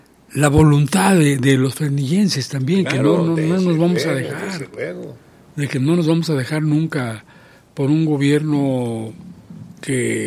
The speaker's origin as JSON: {"language": "Spanish", "town": "Fresnillo", "region": "Zacatecas", "country": "Mexico", "said": "nos duele a los que somos de Fresnillo, que ya cerraron nuestra Cruz Roja"}